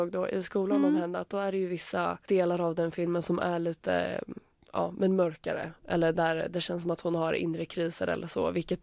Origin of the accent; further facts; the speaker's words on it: Finland; accent: Finland Swedish; Ursäkta min finlandssvenska.